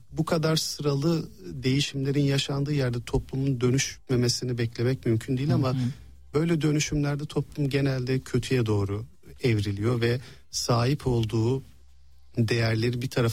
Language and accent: Turkish; Istanbul, Turkey; Ben İstanbul'da doğdum büyüdüm, hatta Ortaköy'de doğdum. Hı hı. Ve 10 yaşıma kadar da orada yaşadık, sonra Kadıköy'e geçtik.